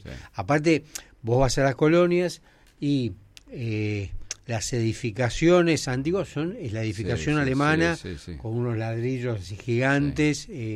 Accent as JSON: {"language": "Spanish", "country": "Argentina"}